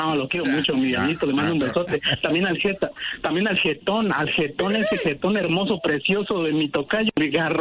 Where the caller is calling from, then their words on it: Mexicali, Baja California, Mexico; De acá de Mexicali, del Valle de Mexicali. ¡Ah! Saludos de Mexicali.